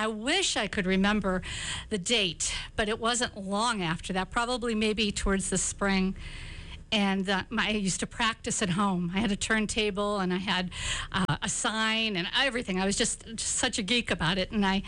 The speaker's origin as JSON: {"language": "English", "town": "Erie", "region": "Pennsylvania", "country": "United States", "tie": "born or raised there", "said": "I'm from Erie, born and raised"}